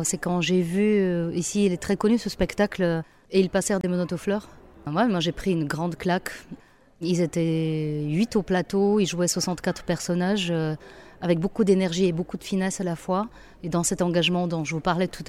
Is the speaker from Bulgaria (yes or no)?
yes; Bulgaria; moved away; j'ai mis le plateau sur une scène de théâtre en Bulgarie, dans ma ville natale